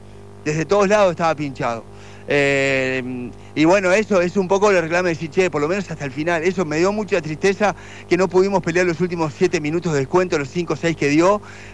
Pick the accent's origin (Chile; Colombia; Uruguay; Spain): Uruguay; sientes que sos uruguayo